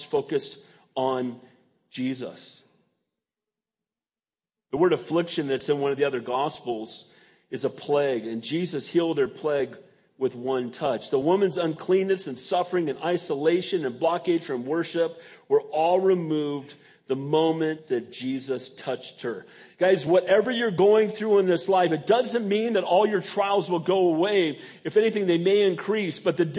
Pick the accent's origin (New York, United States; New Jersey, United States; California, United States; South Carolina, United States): California, United States; San Bernardino; born there; I said, you know, I was born in San Bernardino.